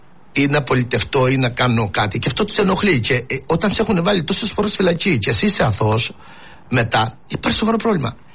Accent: Greece; Εμένα ο τόπος μου και το χωριό μου είναι πρώτη σε πολυτεχνία στην Ελλάδα.

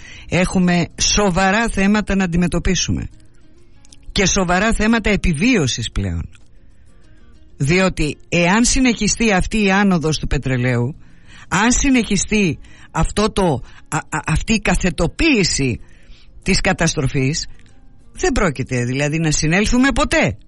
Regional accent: Greece; εγώ μετράω σαν Έλληνας πολίτης το αποτέλεσμα.

